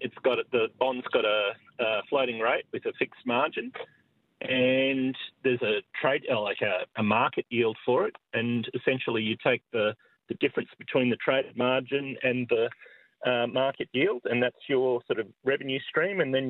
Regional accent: Carrabah, Australian Capital Territory, Australia; I'm actually from Carrabah.

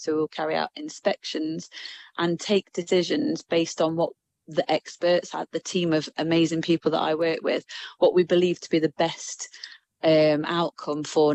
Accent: Nottingham, East Midlands, United Kingdom; I'm a local girl, so I'm from Nottingham

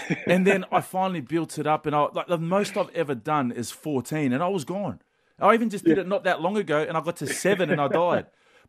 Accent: New South Wales, Australia; We're both from Western Sydney, Leila Park, Blacktown

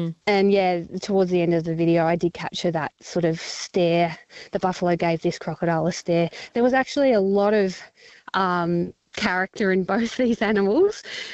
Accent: Victoria, Australia; I grew up in National Park, pretty much next door to a national park down south in Victoria.

